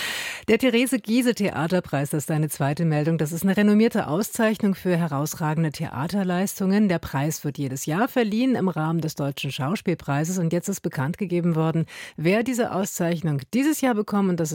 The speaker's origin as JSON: {"language": "German", "region": "Berlin", "country": "Germany", "said": "Vielleicht nicht, aber vielleicht ich bin Berlinerin."}